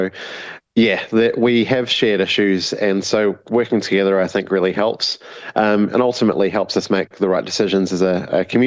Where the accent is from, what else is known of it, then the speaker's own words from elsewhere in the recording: Auckland, New Zealand; I'm from West Auckland.